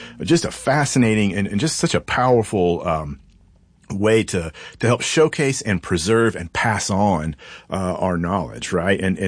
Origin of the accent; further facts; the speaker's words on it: Springdale, Arkansas, United States; I grew up real close to War Eagle. I grew up out on the Sonora side of Springdale.